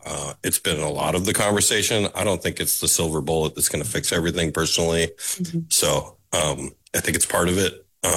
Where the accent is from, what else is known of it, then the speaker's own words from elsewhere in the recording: Sitka, Alaska, United States; I grew up in Sitka. There's a lot of tourism there.